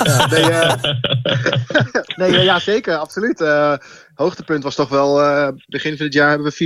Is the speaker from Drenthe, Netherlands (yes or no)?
yes; Emmen, Drenthe, Netherlands; We komen natuurlijk zelf uit Emmen. Dus dat voelt wel even als een soort van thuiskomen.